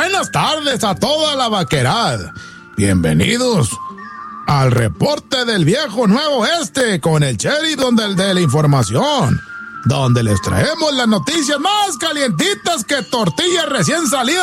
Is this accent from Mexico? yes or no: yes; Mexico